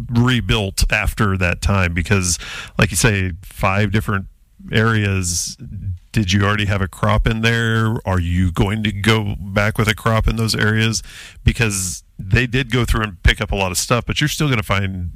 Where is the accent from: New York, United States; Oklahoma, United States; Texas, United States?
Oklahoma, United States; I grew up in Oklahoma.